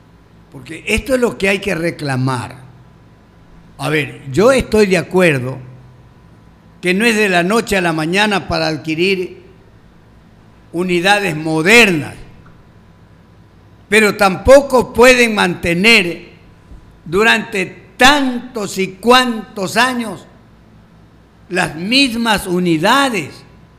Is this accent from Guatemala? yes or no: no; Ecuador; todos conocemos cómo somos los ecuatorianos